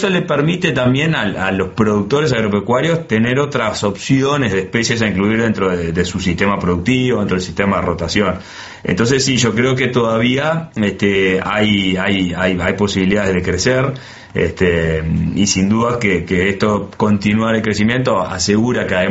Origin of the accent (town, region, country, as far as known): Uruguay